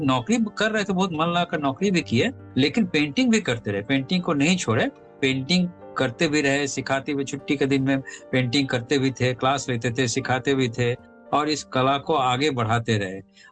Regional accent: Dehri, Bihar, India; एक छोटा सा जगह है डेहरी-ओन-सोन, ये रोहतास डिस्ट्रिक्ट में है ये डेहरी-ओन-सोन, और मेरा जन्म वही हुआ। मेरा बचपन वहीं बीता, पढ़ाई लिखाई भी वहीं हुआ, कॉलेज भी वहीं किए हम। और बचपन में जो डेहरी-ओन-सोन का एरिया है वो बिल्कुल गांव जैसा रहा है

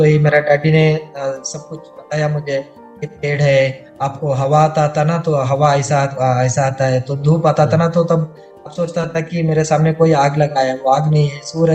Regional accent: Shimoga, Karnataka, India; बैंगलोर से और मेरा गाँव शिमोगा आने के बाद

